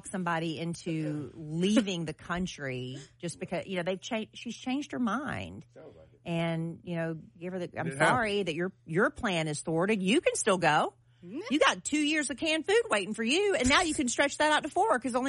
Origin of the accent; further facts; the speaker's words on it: United States; born there; But like I'm very, very thankful that I was born in America.